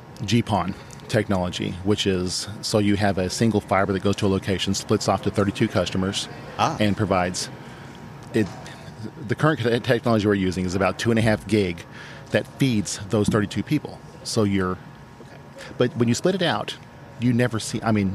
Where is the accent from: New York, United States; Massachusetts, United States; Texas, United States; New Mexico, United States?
New Mexico, United States; I am from Eastern New Mexico. I work for a ISP over there